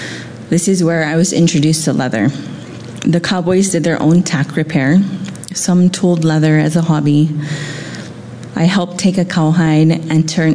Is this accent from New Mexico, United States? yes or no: no; Haleiwa, Hawaii, United States; I moved back to Oahu and set up shop in my hometown, Haleiwa.